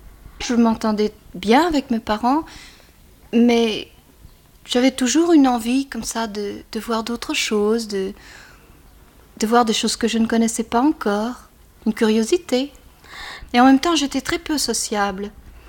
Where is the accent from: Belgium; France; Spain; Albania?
Belgium; Antwerp, Flanders; Mon enfance s'est passée en Flandre, comme vous savez, j'étais enfant à Anvers, dans un port.